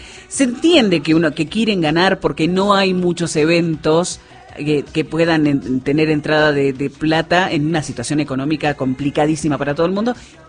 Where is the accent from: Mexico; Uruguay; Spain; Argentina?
Argentina; Buenos Aires; now in San Luis, Argentina; yo que soy de Buenos Aires